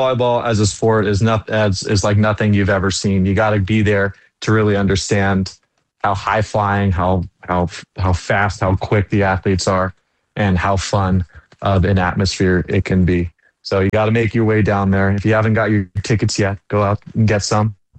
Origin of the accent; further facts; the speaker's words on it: Los Angeles, California, United States; born there; this is my hometown for beach volleyball.